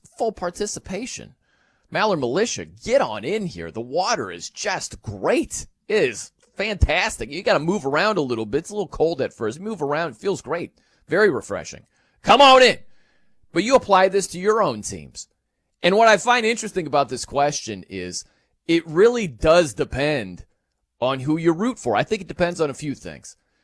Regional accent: South Bend, Indiana, United States; I'm from South Bend, Indiana.

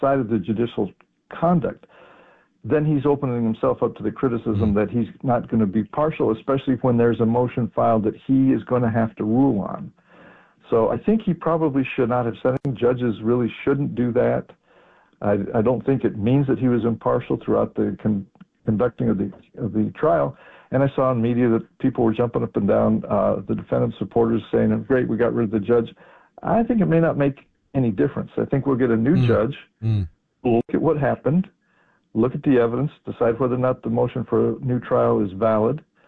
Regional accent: New Mexico, United States; In my home state of New Mexico

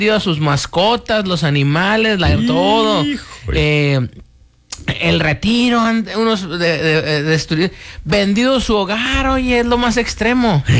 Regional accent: Mexico

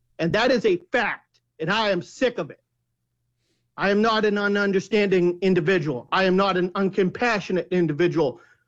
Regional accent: Cape Cod, Massachusetts, United States; I'm born and raised on Cape Cod.

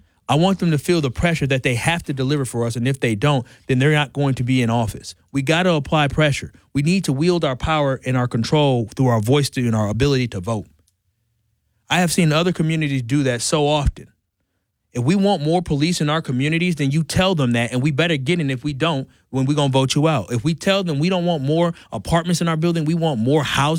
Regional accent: Milwaukee, Wisconsin, United States; I went to Whitefish Bay, born and raised in Milwaukee, but I was a 220 kid.

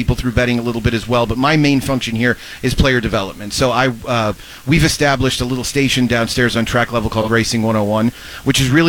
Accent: Houston, Texas, United States; I'm from Houston.

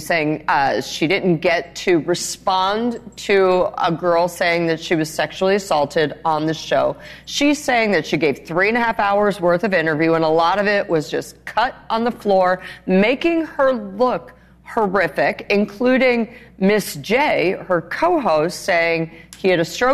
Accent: Cincinnati, Ohio, United States; I am from Ohio.

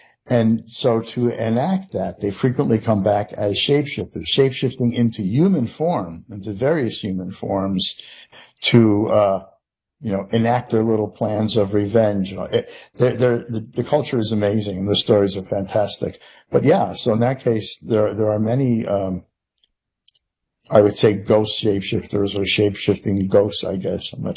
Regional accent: Connecticut, United States; I was in the home I grew up in Connecticut, and I was standing in the driveway

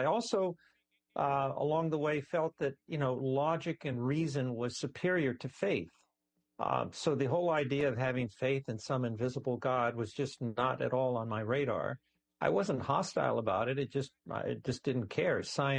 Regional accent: Los Angeles, California, United States; born there; I was born in East Los Angeles and fell madly in love with science in the second grade.

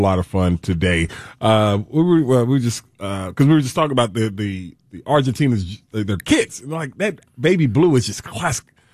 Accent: United States; I'm American.

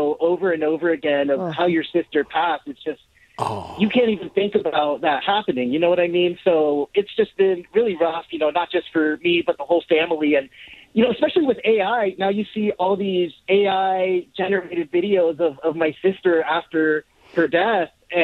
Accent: Tustin, California, United States; You know, we grew up in Orange County and Tustin, and growing up, instead of watching cartoons, my sister and I would watch the news

